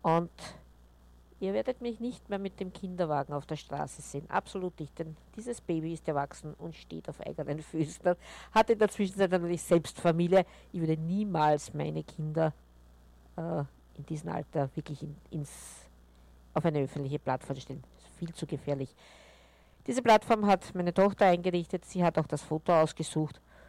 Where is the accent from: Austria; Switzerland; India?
Austria; Vienna; dann seid ihr bei mir beim Wiener Mädel. Und bevor die Wogen höher schlagen, bei uns in Österreich ist es ja im Moment Thema Nummer 1